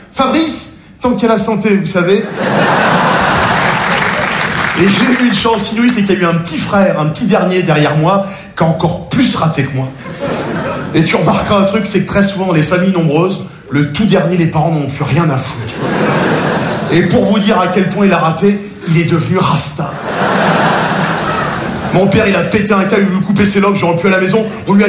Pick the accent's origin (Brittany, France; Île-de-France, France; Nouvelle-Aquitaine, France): Île-de-France, France; Nogent-sur-Marne; J'ai grandi à Nogent-sur-Marne, je suis passionné avec toi. Petite banlieue très bourgeoise, Nogent, la Marne, les guinguettes, la fête du petit vin blanc